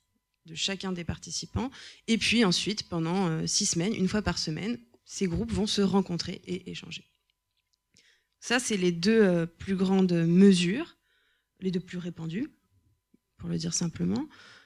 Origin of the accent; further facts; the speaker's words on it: France; moved away as an adult; now in Belgium; Donc, je suis revenue en France, où j'ai grandi, puisque donc là je travaille en Belgique, mais je suis française à la base.